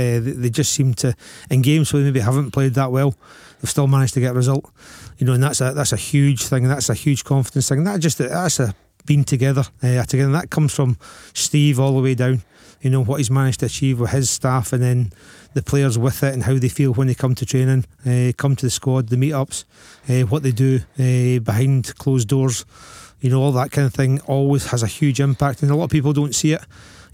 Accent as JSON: {"language": "English", "region": "Scotland", "country": "United Kingdom", "said": "We're doing what we love doing as Scottish people."}